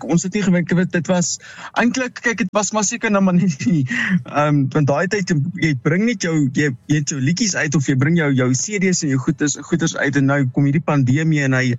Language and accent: Afrikaans; Boksburg, Gauteng, South Africa; ek is hier gebore, ek is hier in Boksburg gebore, ook so van kleins af as ek al hier so, was het nooit geëmigreer of getrek of jy weet wat ook al nie, het was van vroeger jare as ek nou hier so, hierdie kant in die Oosrand.